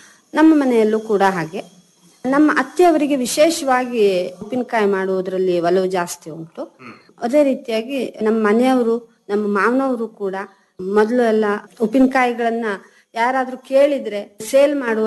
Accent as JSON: {"language": "Kannada", "region": "Karnataka", "country": "India", "said": "ನಾವು ಮಲೆನಾಡಿನವರು ಅಂತ ಗೊತ್ತಾದಾಗ"}